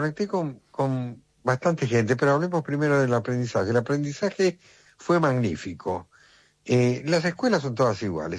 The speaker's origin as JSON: {"language": "Spanish", "country": "Argentina", "also_born_or_lived": "Brazil / United States", "moved": "as an adult", "lives_now": "Madrid, Spain", "said": "Me dio el gusto de estar en mi tierra con mi público"}